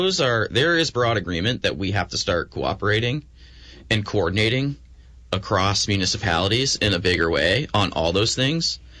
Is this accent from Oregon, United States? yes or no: no; Essex Junction, Vermont, United States; born or raised there